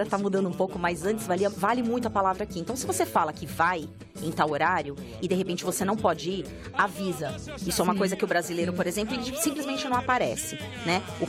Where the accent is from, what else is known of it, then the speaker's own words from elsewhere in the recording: Brazil; Só que aí acaba, você acaba, como brasileiro, desconfiando de todo mundo.